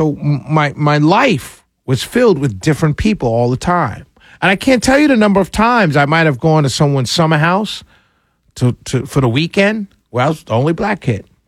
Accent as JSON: {"language": "English", "region": "New York", "country": "United States", "tie": "born or raised there", "said": "I grew up in Harlem, New York."}